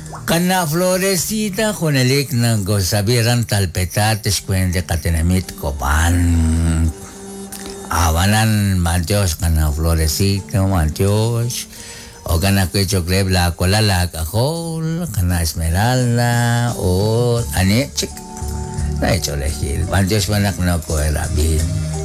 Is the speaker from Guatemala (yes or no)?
yes; Guatemala; Espacio muy especial para nosotros como guatemalteco. Nuestro instrumento musical. Donde quiera que estemos, nos recuerda que somos chapín de corazón y chapín al 100%.